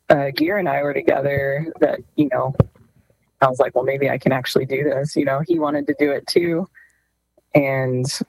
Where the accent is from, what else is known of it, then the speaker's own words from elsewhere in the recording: Odessa, Texas, United States; now in Menard, United States; No, I grew up in Odessa in the real oil country.